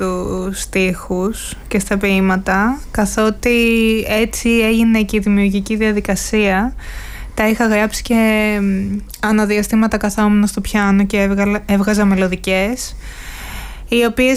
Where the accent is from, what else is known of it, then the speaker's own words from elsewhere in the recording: Greece; first language Greek; καθότι είναι η μητρική μου γλώσσα, είναι το περιβάλλον στο οποίο κινούμε, η Ελλάδα.